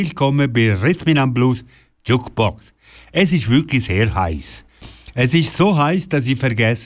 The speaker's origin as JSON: {"language": "German", "region": "Ticino", "country": "Switzerland", "said": "Ich bin Tessiner und mit der … Musik aufgewachsen."}